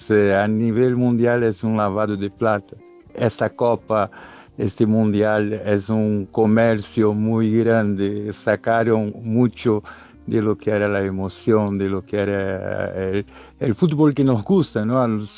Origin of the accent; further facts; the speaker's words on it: Brazil; Spanish is a second language; now in General Rodríguez, Argentina; Yo soy brasileño, ya hemos hablado alguna